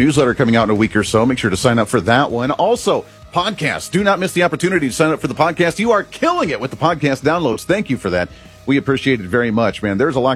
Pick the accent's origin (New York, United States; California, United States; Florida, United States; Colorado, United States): Colorado, United States; I know that I grew up in Colorado.